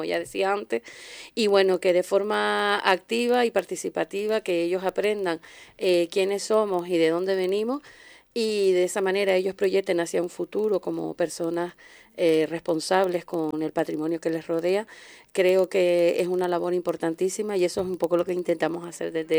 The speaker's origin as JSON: {"language": "Spanish", "region": "Canary Islands", "country": "Spain", "said": "todo lo que nos representa como canarios"}